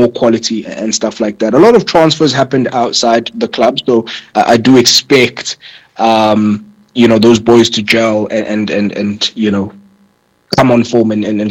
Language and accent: English; Durban, KwaZulu-Natal, South Africa; I am from Durban